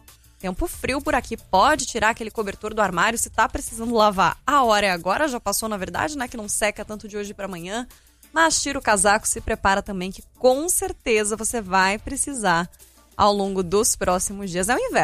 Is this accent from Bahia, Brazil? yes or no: no; Curitiba, Paraná, Brazil; now in São Paulo, Brazil; eu sou curitibana, então frio para mim tem que ser abaixo dos 10 graus.